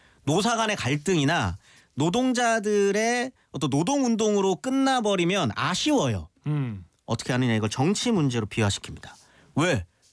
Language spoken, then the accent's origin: Korean; Changwon, South Gyeongsang, South Korea; 제가 마산 사람이기 때문에.